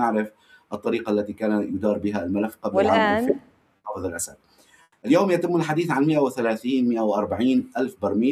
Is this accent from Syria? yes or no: yes; Syria; لا نريد نحن كسوريين